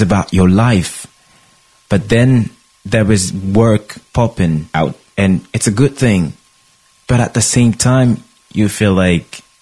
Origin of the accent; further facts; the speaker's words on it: Brittany, France; everybody discovered that I was really from Bretagne